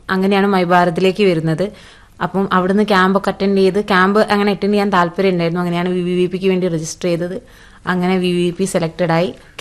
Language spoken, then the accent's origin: Malayalam; Kakkodi, Kerala, India; ഞാൻ കോഴിക്കോട് കക്കോടി സ്വദേശിയാണ്.